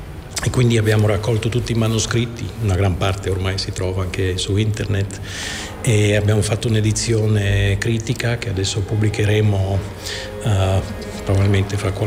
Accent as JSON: {"language": "Italian", "region": "Flanders", "country": "Belgium", "tie": "born or raised there", "second_language": "Italian", "moved": "as an adult", "lives_now": "Marche, Italy", "said": "sono cresciuto nelle Fiandre vicino a Bruges"}